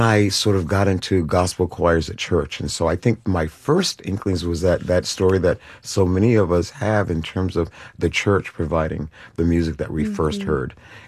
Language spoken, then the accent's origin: English; North Carolina, United States; born there; Well, I was born in North Carolina, and the first voice I ever heard was probably my mom's booming alto gospel voice, probably in utero.